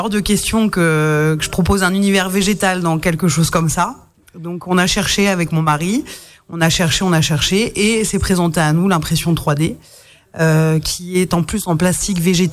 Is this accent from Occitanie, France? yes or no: no; Bourges, Centre-Val de Loire, France; moi, je suis de Bourges, du centre de la France, vraiment presque en plein milieu de la France.